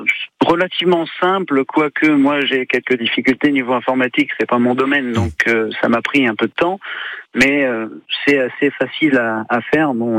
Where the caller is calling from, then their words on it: Landivisiau, Brittany, France; Donc là, actuellement, je suis à Carré, mais moi, je vis sur Landivisio.